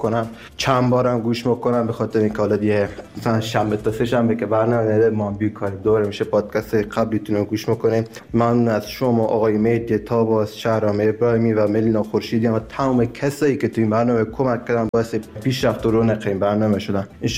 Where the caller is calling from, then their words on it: Iran; از ایران هستم